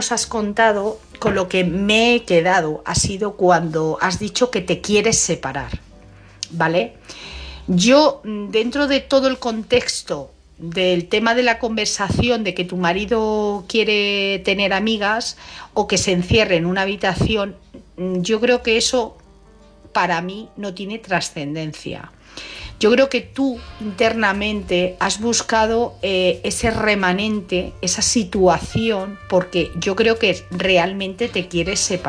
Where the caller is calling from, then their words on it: Madrid, Community of Madrid, Spain; Hola, buenas noches.